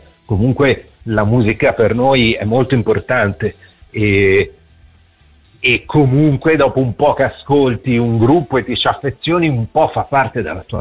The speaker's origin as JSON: {"language": "Italian", "town": "Genoa", "region": "Liguria", "country": "Italy", "said": "sono di Genova, noi siamo un po' più distaccati"}